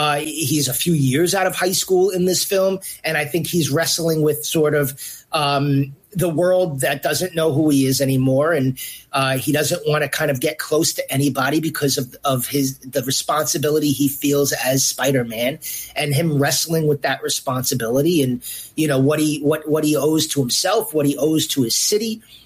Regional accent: New York, United States; I'm a born and raised New Yorker.

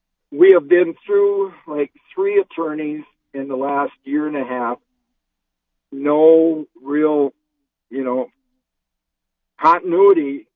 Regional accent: Mapleton, North Dakota, United States; Well, we're just from Mapleton north, about 6-7 miles on the Meridian Road.

